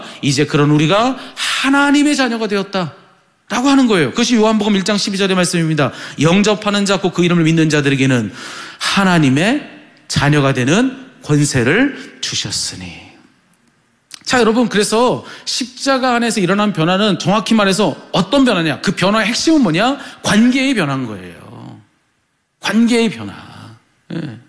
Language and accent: Korean; South Korea; 제가 한국 사람이어서